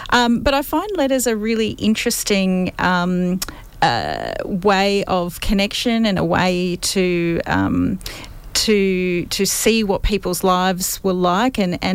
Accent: Queensland, Australia; I grew up in Queensland myself, in the southern end of the Great Barrier Reef.

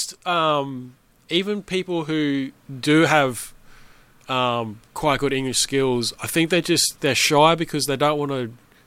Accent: Brisbane, Queensland, Australia; I'm a punk from Brisbane. So I like to think I rebel against that sort of stuff.

